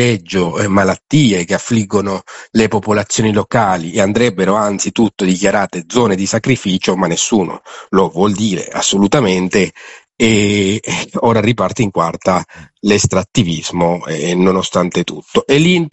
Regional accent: Zulia, Venezuela; della conca del lago di Maracaibo, da dove vengo io, dove sono stato poco fa.

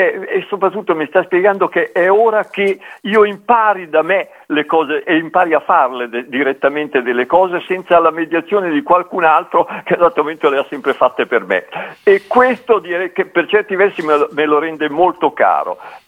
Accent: Milan, Lombardy, Italy; perché sono nato e vivo a Milano

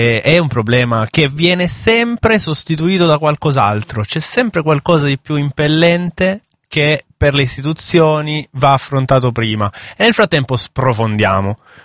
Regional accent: Apulia, Italy; io sono salentino

